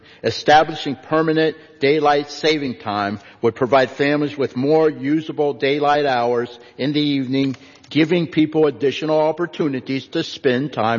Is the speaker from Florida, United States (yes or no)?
yes; Florida, United States; my home state of Florida